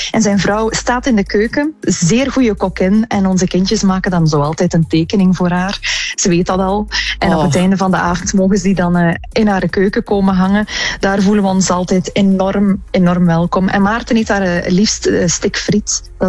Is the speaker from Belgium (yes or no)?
yes; Ruddervoorde, Flanders, Belgium; Ik ben ook een kind van de zee. Allee, eigenlijk ben ik van Ruddervoorde, klopt niet helemaal, maar wel opgegroeid.